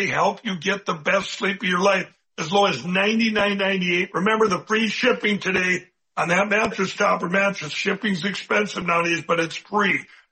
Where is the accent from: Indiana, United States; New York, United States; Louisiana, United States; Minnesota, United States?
Minnesota, United States; my home state of Minnesota